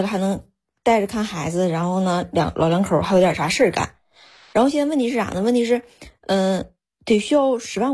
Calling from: Jilin, China; 我是那个吉林的。

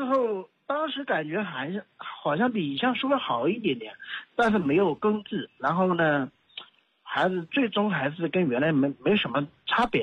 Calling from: Zhoushan, Zhejiang, China; 我是浙江舟山人。

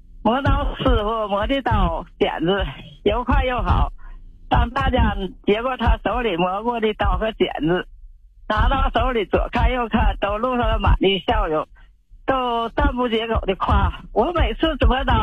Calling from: Fushun, Liaoning, China; 我是来自辽宁抚顺雷锋城的

